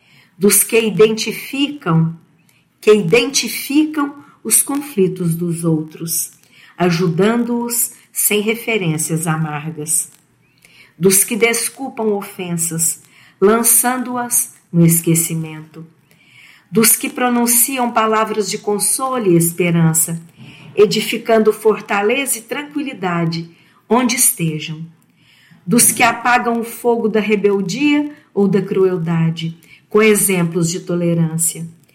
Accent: Uberlândia, Minas Gerais, Brazil; sou da cidade de Uberlândia e sou voluntária na Web Rádio Fraternidade.

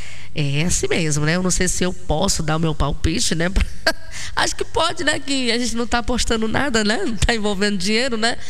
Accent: Brazil; Mas sou brasileira, né? Mas sou brasileira, claro.

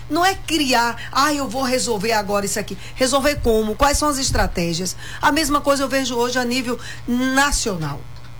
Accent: Bahia, Brazil; a gente aqui dessa região do semiárido Nordeste

